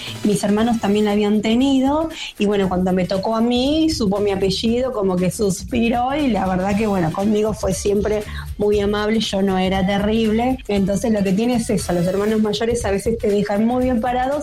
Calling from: Burzaco, Buenos Aires Province, Argentina; de Bursaco

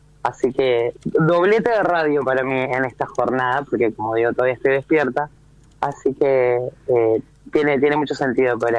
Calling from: Ciudad de la Costa, Canelones, Uruguay; Yo estoy en Ciudad de la Costa, el lugar específico se llama El Pinar.

